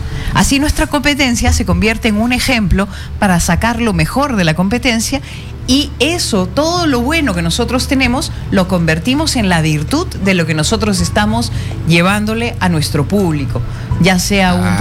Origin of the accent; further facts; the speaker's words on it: Peru; Todos somos hermanos, todos somos peruanos.